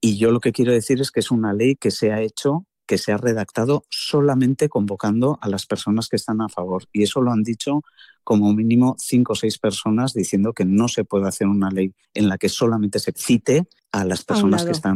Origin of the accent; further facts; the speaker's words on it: Irun, Basque Country, Spain; está pasando, por ejemplo, en mi pueblo, en el polideportivo de Irún.